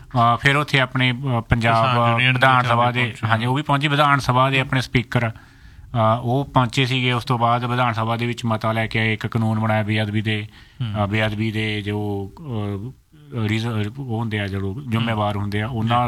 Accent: Punjab, India; moved away; ਮੈਂ ਪੰਜਾਬ ਦੇ ਵਿੱਚ ਹੀ ਸੀਗਾ। ਅਤੇ ਕਿਉਂਕਿ ਆਪਣੇ ਪਿੰਡ ਨੂੰ ਮੇਨ ਜਿਹੜਾ ਸ਼ਹਿਰ ਲੱਗਦਾ ਉਹ ਸਮਾਣਾ ਹੀ ਲੱਗਦਾ ਜੀ।

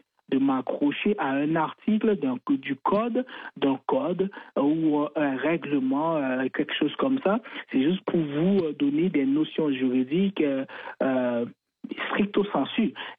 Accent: Haiti; Je suis haïtien à 100% natif natal

